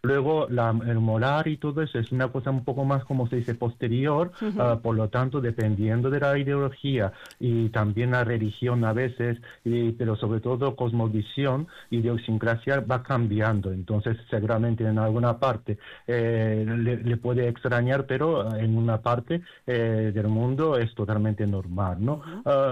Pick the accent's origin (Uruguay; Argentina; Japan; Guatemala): Japan; now in Spain; en mi país, en Japón